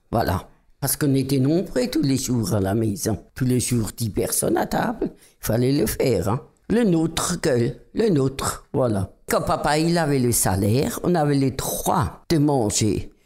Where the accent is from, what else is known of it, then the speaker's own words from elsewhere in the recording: Tourtenne-Saint-Jean-de-Col, France; born there; Je suis née à Tourtenne-Saint-Jean-de-Col.